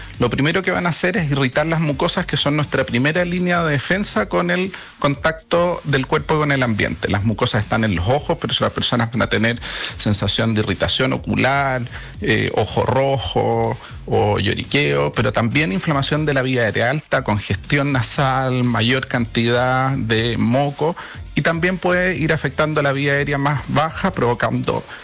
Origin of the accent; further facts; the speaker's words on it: Temuco, Araucanía, Chile; Yo soy de Temuco